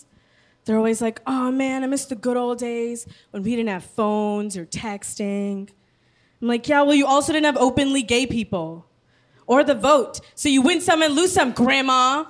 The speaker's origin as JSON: {"language": "English", "country": "United States"}